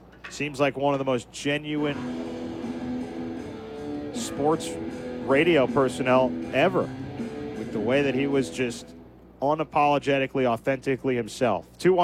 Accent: Long Island, New York, United States; Growing up in New York, on Long Island

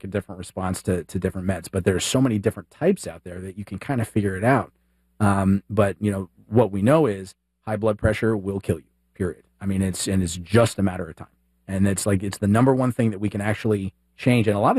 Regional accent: Dallas, Texas, United States; born or raised there

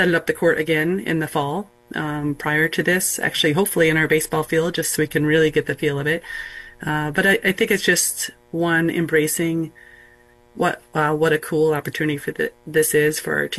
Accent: Minnesota, United States; And you know, I'm a Midwest girl. I'm from Minnesota.

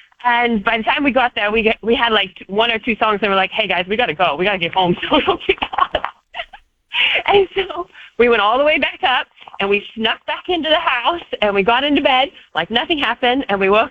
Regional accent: Idaho, United States; I'm from Idaho, but I lived overseas for a long time.

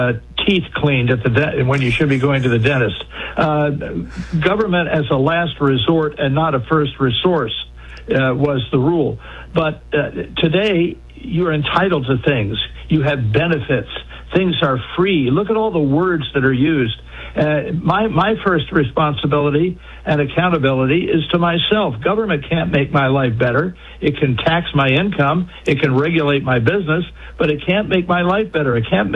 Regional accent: Washington, District of Columbia, United States; I was born in Washington. I grew up there, went to school there, and spent most of my life in Washington, the Washington area.

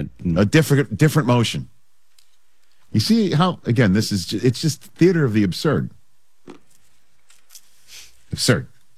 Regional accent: Staten Island, New York, United States; because, again, growing up in Staten Island, if you take your other arm and go here and go that way.

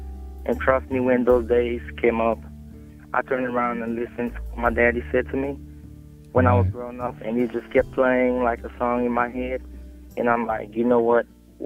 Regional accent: Cameroon; now in United States; accent, I'm not originally from around here. I grew up in Cameroon, West Africa. I got to see my daddy raise about a family of 12 off an income of about $200 a month.

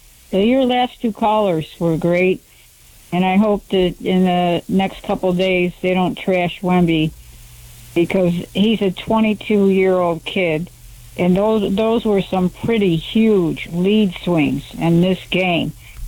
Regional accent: Syracuse, New York, United States; Even though I'm from Syracuse, I was kind of rooting for the Spurs to win one at home.

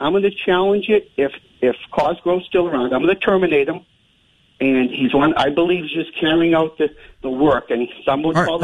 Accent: Boston, Massachusetts, United States; I'm from Boston originally. And I went to Capitol Hill High School, Stonehill College. And I'm one of nine kids.

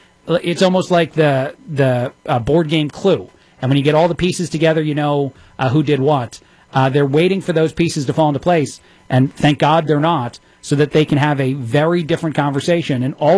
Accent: New Jersey, United States; moved away; I'm from New Jersey.

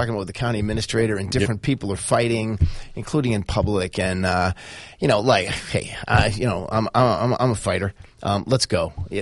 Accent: Brockton, Massachusetts, United States; I come from Brockton, so we consider it a kind of a town. It's not a huge, big city like Boston or something like that.

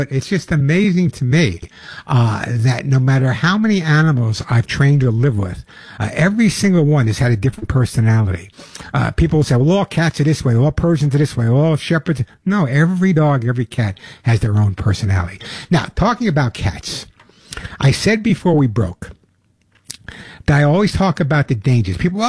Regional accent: New York, United States; I grew up on Long Island. I know you can't tell. I grew up on Long Island, and basically all my friends, the neighbor had dogs

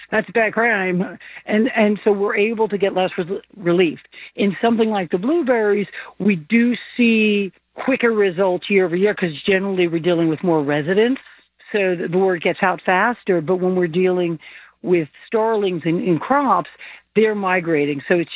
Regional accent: New York, United States; I'm a girl from New York.

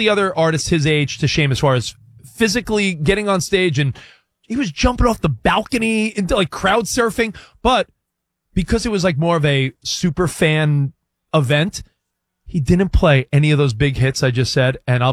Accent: New York, United States; You know, it's wild because I grew up in New York. I'm

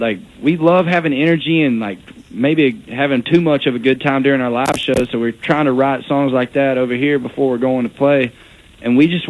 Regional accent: Georgia, United States; I'm from Georgia. It was a Georgia public school.

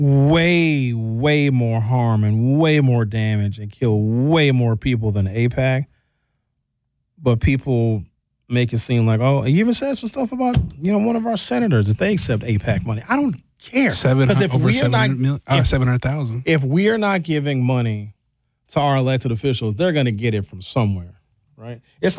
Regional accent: Brown Deer, Wisconsin, United States; I grew up in Brown Deer in the 1980s, where there's not a lot of black people, a lot of white folks, but a variety of white people.

